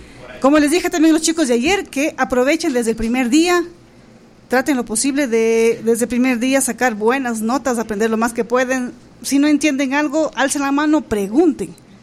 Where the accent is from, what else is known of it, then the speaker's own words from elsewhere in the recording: Ecuador; Yo también soy de Ecuador.